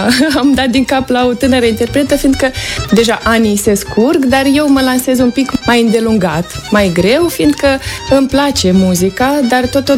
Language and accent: Romanian; Chișinău, Moldova; De Baștină sunt din Chișinău, dar părinții vin din satul Suholuceni și Coropceni, raionul Telenești. De ce totdeauna menționez satele? Fiindcă chiar dacă m-am născut și am trăit în Chișinău, din totdeauna mi-a plăcut la sat.